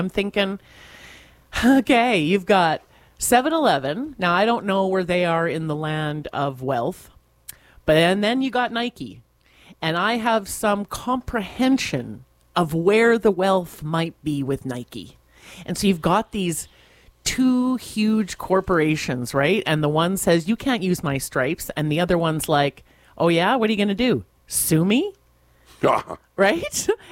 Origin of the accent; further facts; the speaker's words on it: Winnipeg, Manitoba, Canada; moved away; Now, growing up in Winnipeg, I am a Slurpee, dare I say, connoisseur.